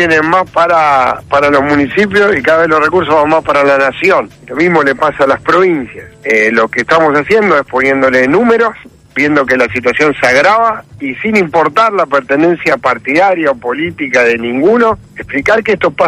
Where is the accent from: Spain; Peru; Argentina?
Argentina; Rosario, Santa Fe